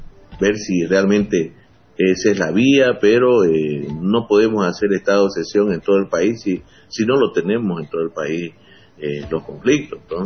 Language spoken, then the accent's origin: Spanish; Bolivia